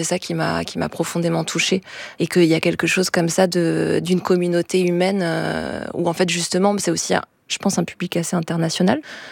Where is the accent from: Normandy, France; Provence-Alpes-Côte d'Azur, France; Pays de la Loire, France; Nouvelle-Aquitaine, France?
Normandy, France; Caen; et aussi des chanteurs avec qui j'ai grandi à Caen, dans nos classes, toujours à Caen, dans nos classes à horaires aménagés.